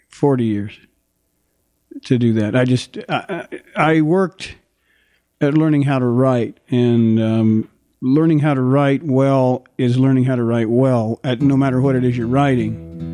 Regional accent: Nipomo, California, United States; Howdy folks, I'm … from Napomo, California

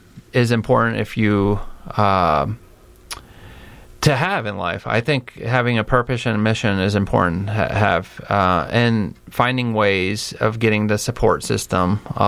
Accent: California, United States; I took for granted the way that I grew up in California

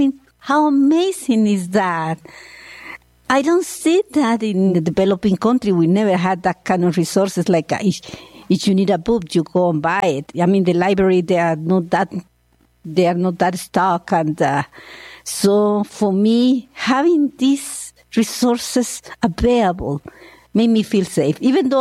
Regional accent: Nicaragua; English is a second language; moved away as an adult; now in Corvallis, United States; I am new in town, new in the U.S., and I am originally from Nicaragua, and I arrived to the U.S. through the Refugee Resettlement Program.

